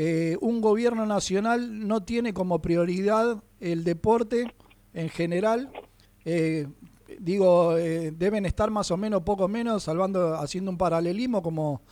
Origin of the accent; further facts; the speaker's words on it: Buenos Aires, Argentina; yo, bueno, vengo de Buenos Aires, qué sé yo, soy hincha, confeso, de Vélez Sarsfield